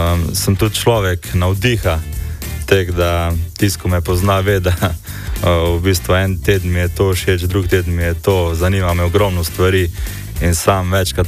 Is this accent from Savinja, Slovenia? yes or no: yes; Velenje, Savinja, Slovenia; prihajam iz Velenja